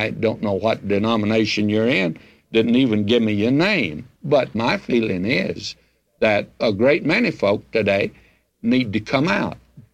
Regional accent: United States; I'm still happy that I'm an American. I'm still happy I live in the United States today.

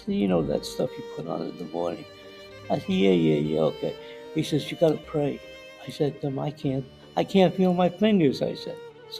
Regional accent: New York City, New York, United States; born there; I was born in East New York on Belmont Street, and I was born in the, during the 40s, I was born in 1940, so I, like the first generation of the Holocaust

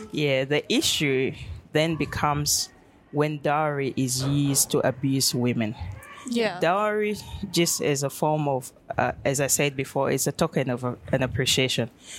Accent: Yirol, Lakes, South Sudan; now in Melbourne, Australia; I'm from Lake State, which is Yeroul.

